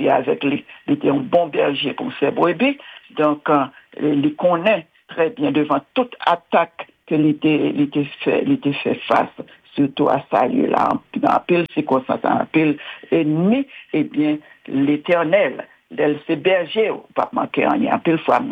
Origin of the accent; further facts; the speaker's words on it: Haiti; En tant qu'haïtien, Seigneur, nous avons besoin du repos.